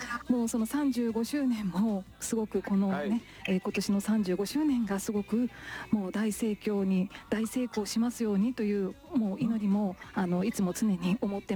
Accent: Kagawa, Japan; now in Tokyo, Japan; 私があの地元の香川県からですね、まあ、ほぼゼロから始め、上京してきてゼロから始めたこうシンガーソングライターへの道がですね

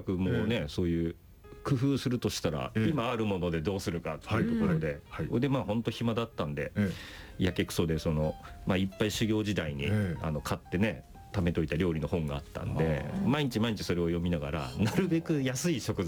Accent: Shinagawa, Tokyo, Japan; born or raised there

